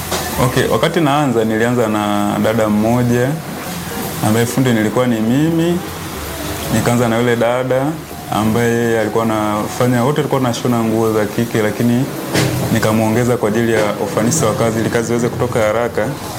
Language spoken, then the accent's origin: Swahili; Mwanza, Tanzania; also born or lived in Mara Region; Ni mzaliwa wa mkoa wa Mara. Lakini ni mwenyeji wa Mwanza. Nimekulia hapa Mwanza.